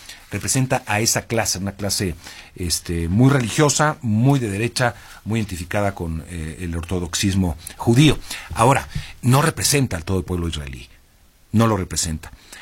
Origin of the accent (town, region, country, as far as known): Mexico